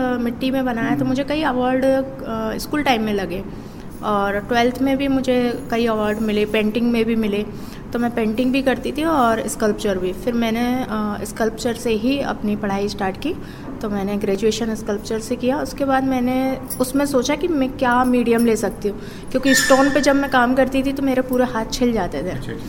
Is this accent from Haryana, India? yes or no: no; Gwalior, Madhya Pradesh, India; मैं सीखकर तो अपने ग्वालियर से ही आई थी।